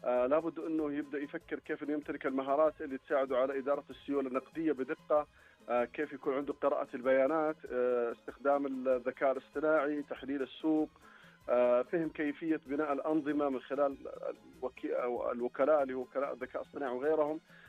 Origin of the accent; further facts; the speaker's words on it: Saudi Arabia; إحنا سعوديين